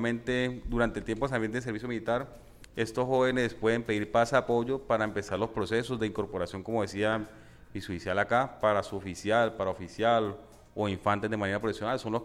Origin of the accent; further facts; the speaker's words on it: Neiva, Huila, Colombia; ya que también pertenezco acá al Huila. Soy de Neiva Huila también